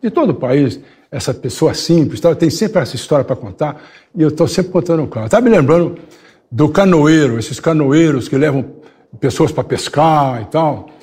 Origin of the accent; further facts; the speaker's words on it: São Joaquim da Barra, São Paulo, Brazil; o trem chegou em São Joaquim da Barra, que é a minha terra. O trem parou lá, que era Mogiana, vinha de Uberlândia. Parou o trem lá e a minha terra era a terra da banana